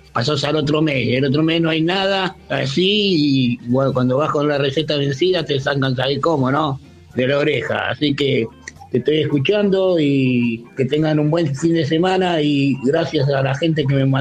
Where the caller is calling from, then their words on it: Ranelagh, Buenos Aires Province, Argentina; de Ranela